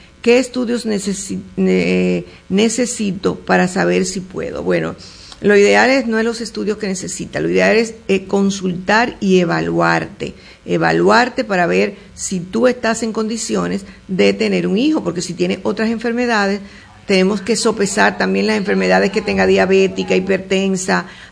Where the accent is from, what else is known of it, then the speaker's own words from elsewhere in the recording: Dominican Republic; porque somos dominicanos